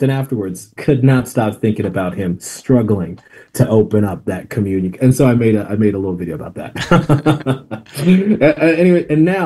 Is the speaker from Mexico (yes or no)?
no; Tanzania; English is a second language; So there's an Australian version of this guy, and I'm from Tanzania, East Africa